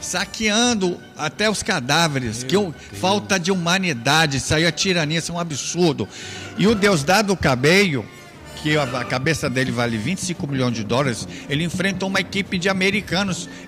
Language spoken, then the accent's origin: Portuguese; Brazil